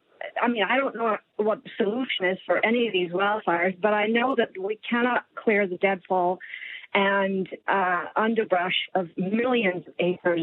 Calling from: Calgary, Alberta, Canada; We normally live in Calgary, but we have a summer place in rural central Alberta, and it's an acreage, and we've been here for about 25 years, and it's very heavily treed.

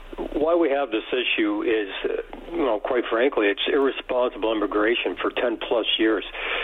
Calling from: Ontario, Canada; I've seen it all here in Southern Ontario.

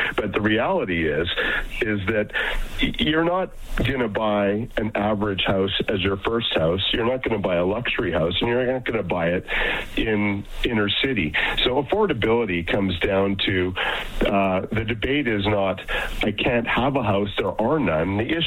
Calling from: Calgary, Alberta, Canada; And I'm calling from Calgary, so there's lots of houses, lots of housing that's affordable

